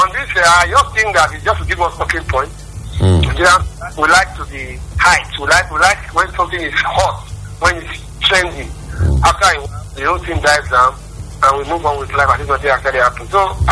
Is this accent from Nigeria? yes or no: yes; Nigeria; I'm a Nigerian. I can say, although I can use my own opinion as a representative of Nigerians, I think we should not expect much.